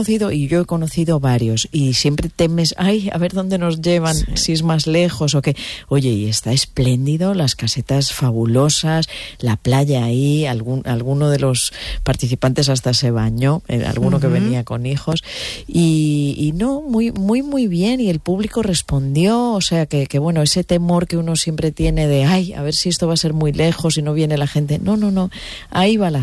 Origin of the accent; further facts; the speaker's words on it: Santander, Cantabria, Spain; now in Madrid, Spain; yo soy de Santander. Sí. Y ya siempre de aquí tiro para Santander